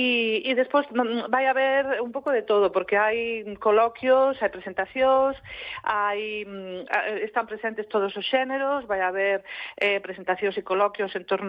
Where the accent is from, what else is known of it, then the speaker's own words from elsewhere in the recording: Galicia, Spain; porque, bueno, a veces estamos en Galicia, somos galegas, galegos, a chuvia tampouco nos espanta tanto